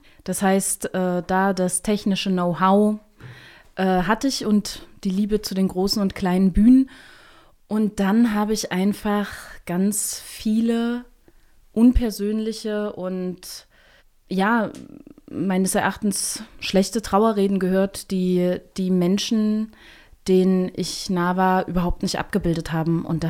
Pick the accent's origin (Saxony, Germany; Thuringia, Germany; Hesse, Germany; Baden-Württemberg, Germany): Thuringia, Germany; Also gerade dort, wo ich herkomme, aus Thüringen, war das ganz oft so